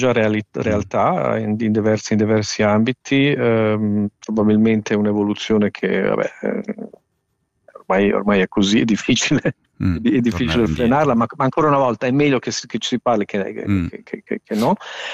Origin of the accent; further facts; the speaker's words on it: Switzerland; nella nostro paese plurilingue